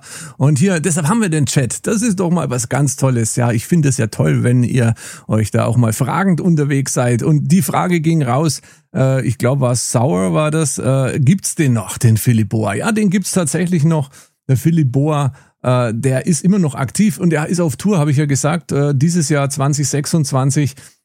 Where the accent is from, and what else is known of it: Nuremberg, Bavaria, Germany; born or raised there